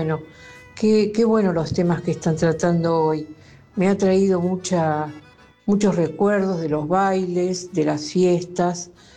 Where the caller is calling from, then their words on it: Buenos Aires, Argentina; de Coghlan.